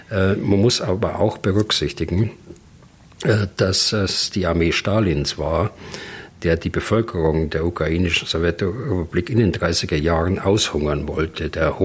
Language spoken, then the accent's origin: German; West Germany, Germany; bei uns in Westdeutschland, wo ich groß geworden bin, da hat es auch lange gebraucht